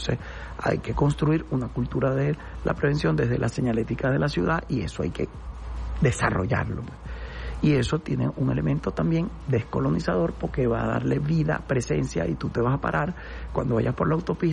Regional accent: Caracas, Capital District, Venezuela; nuestra identidad como venezolano y como caraqueño

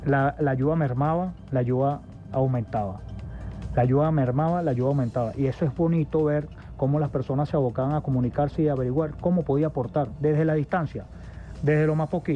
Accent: Venezuela; nosotros como venezolanos

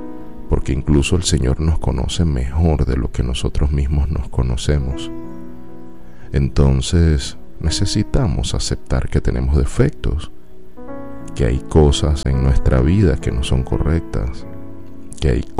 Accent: Venezuela

